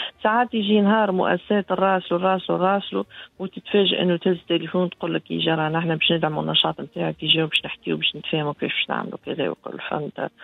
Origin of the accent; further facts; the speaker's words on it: Tunisia; شوف تونس نقول لهم أنا راهو تونسي حنين وكريم